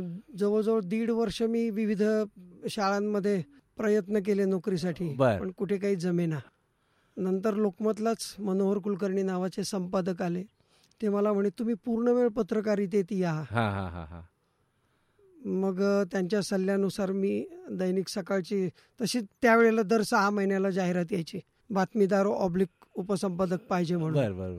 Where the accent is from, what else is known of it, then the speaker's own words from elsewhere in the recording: Ahmednagar, Maharashtra, India; अजयजी, माझं बालपण नगरमध्येच गेलं. पहिलीपासून एम एपर्यंत माझं शिक्षणही नगरमध्येच झालं.